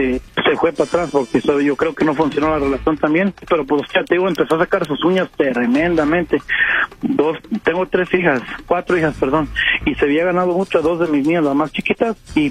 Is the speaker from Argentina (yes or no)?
no; Mexico; No, yo soy mexicano.